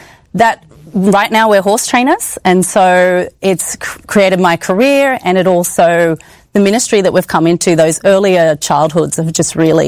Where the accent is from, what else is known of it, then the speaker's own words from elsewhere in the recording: Australia; I grew up in Australia and my family breeds and trains horses.